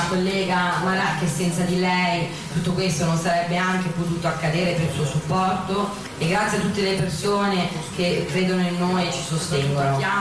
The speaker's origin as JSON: {"language": "Italian", "country": "Palestine", "said": "Io vengo da una terra che ha sofferto tanto, ma non vengo dalla Palestina per raccontarvi la nostra sofferenza. Io vengo dalla Palestina a raccontarvi la nostra speranza."}